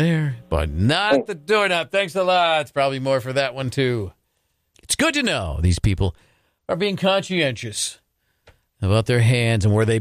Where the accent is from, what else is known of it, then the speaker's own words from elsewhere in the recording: Maine, United States; also born or lived in New Jersey; I've been here since I was 4 years old. I'm now 42. I'm still not a true Mainer. I was born in New Jersey. I'm still a Flatlander.